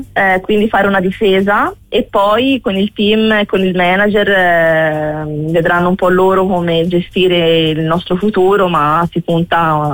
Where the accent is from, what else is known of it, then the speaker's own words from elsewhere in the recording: Florence, Tuscany, Italy; essendo fiorentina io